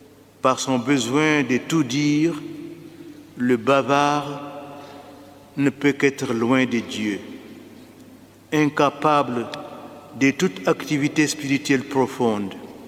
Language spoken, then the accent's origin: French; Guinea; moved away; Conakry, la capitale de mon pays natal, la Guinée